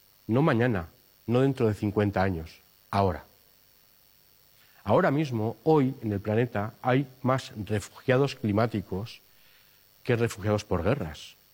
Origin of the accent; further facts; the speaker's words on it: Navarre, Spain; Hace años que entró por mi tierra, por allá por el Pirineo Navarro